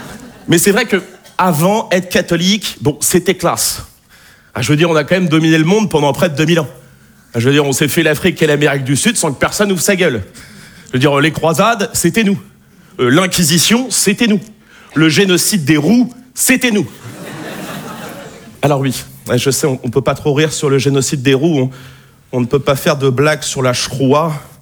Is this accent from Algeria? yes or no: no; Nouvelle-Aquitaine, France